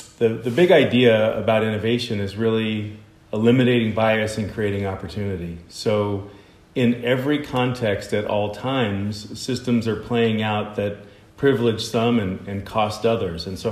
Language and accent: English; Stockton, California, United States; born there; So I was born in California, born in the Central Valley in Stockton.